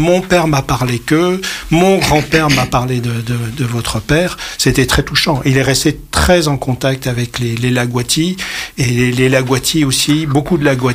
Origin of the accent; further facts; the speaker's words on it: Algeria; Moi aussi, je suis un Algérien.